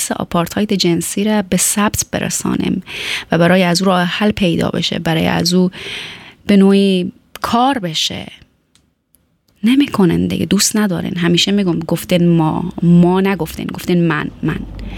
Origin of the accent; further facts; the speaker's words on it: Afghanistan; moved away; و ما و شما هم از افغانستان آمدیم، بهتره که آبروداری کنیم